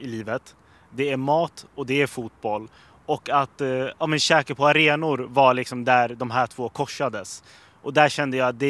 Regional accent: Södertälje, Stockholm County, Sweden; jag har varit mycket i Södertälje där jag kommer ifrån.

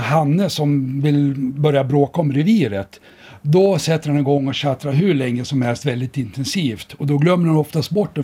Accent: Surahammar, Västmanland County, Sweden; born there; also born or lived in Uppsala; Jo, jag är ju född i Surahammar och jag flyttade till Uppsala och började läsa biologin, så märkte jag att de sjunger helt annorlunda i Uppsala än i mina hemtrakter.

